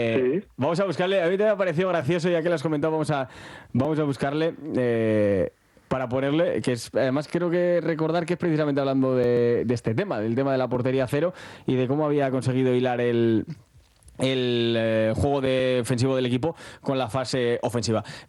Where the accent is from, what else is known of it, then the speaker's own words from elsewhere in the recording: Basque Country, Spain; born there; el único impedimento para yo no haber jugado en el Athletic es que no he sido bueno, que nací en el Hospital de Cruces.